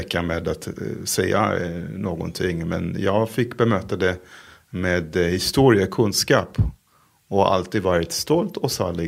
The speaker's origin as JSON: {"language": "Swedish", "country": "Israel", "first_language": "Hebrew", "second_language": "Swedish", "moved": "as an adult", "lives_now": "Sweden", "said": "Hebreiska är mitt modersmål, svenska, engelska och så kan jag kommunicera på franska."}